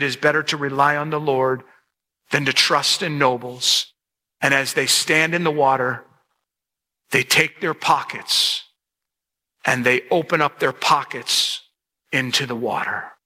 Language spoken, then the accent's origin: English; Chicago, Illinois, United States; now in Detroit, United States; Yeah, I know I live in Detroit area, but I grew up in Chicago, and so I was a Bears fan.